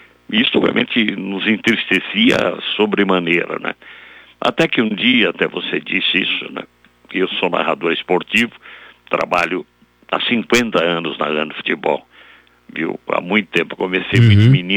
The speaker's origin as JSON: {"language": "Portuguese", "region": "São Paulo", "country": "Brazil", "said": "olha, minha senhora, eu sou de São Paulo, eu estou aqui, eu tenho um problema com meu filho"}